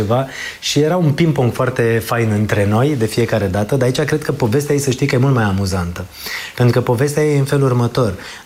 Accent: Oltenia, Romania; Eu sunt oltean, știi?

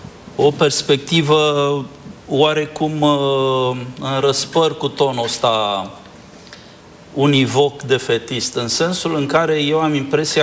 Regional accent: Romania

